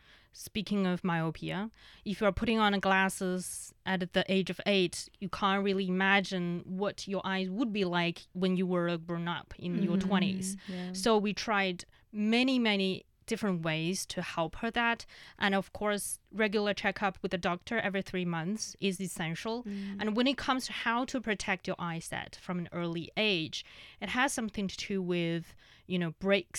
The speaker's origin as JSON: {"language": "English", "region": "Inner Mongolia", "country": "China", "said": "Yeah, I'm from Inner Mongolia."}